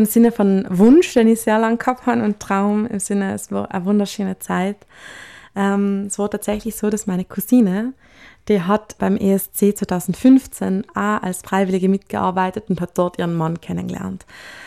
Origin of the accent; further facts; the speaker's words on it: Trentino-Alto Adige, Italy; now in Vienna, Austria; wie das als Südtirolerin denn so ist